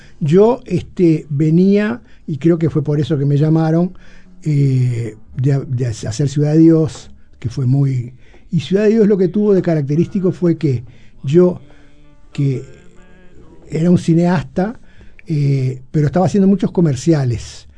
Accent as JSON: {"language": "Spanish", "country": "Uruguay", "said": "Contrabandistas siendo uruguayos, sí, y siendo sobrinos de … no soy sobrino directo, soy sobrino cultural."}